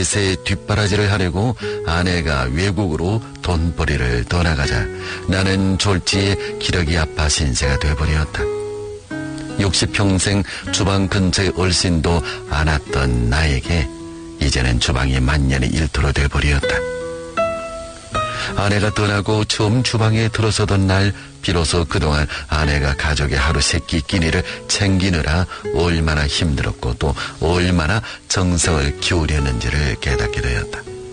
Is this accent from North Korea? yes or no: no; Yanbian, Jilin, China; 우리 고향 연변의 무궁한 발전을 기원하며